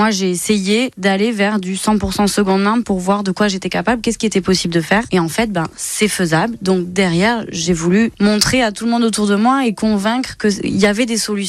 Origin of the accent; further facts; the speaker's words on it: Bayonne, Nouvelle-Aquitaine, France; j'ai 30 ans et je suis de Bayonne.